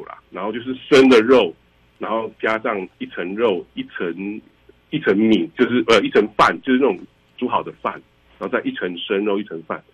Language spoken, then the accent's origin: Chinese; Taipei, Taiwan; 以前我在台北长大的时候，